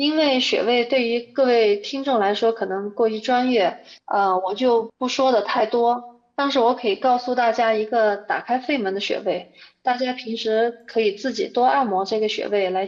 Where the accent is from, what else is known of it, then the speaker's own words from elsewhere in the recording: Yunnan, China; 我们云南人可是吃山珍长大的，